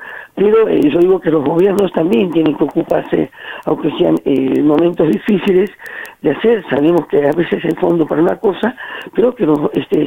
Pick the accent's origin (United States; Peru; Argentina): Argentina; Santa Cruz; y pienso como Santa Cruceña.